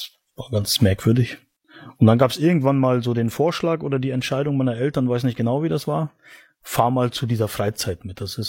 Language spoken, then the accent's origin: German; Mecklenburg-Vorpommern, Germany; moved away as an adult; now in Austria; Komme ursprünglich aus Mecklenburg-Vorpommern, also bin ein Ostdeutscher, weil ich noch vor der Wende geboren bin, zu den DDR-Zeiten. Genau, und bin aber jetzt schon seit 20 Jahren in Österreich als Missionar unterwegs.